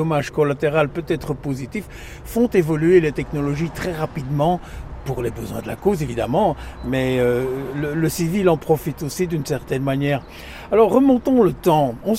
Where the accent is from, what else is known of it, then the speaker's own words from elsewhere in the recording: Belgium; par exemple chez nous en Belgique